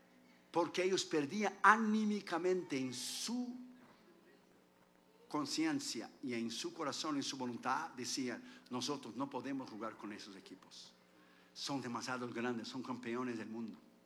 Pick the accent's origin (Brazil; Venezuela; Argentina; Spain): Brazil